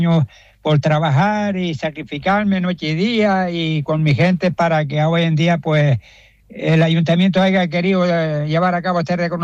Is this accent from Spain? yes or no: yes; Gáldar, Canary Islands, Spain; luchar por mi pueblo, no solo de Caideros, sino de Galda